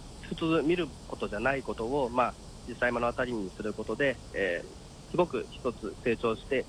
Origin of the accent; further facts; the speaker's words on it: Nagasaki, Japan; now in Saitama, Japan; 私が長崎出身ということもあって